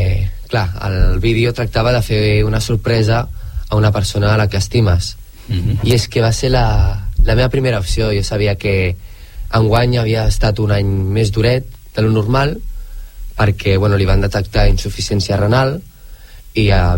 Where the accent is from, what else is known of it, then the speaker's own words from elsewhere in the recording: Sant Boi de Llobregat, Catalonia, Spain; born there; jo Samuyà, vaig néixer a l'Hospital Antic, o sigui, més Samuyà que això no hi ha.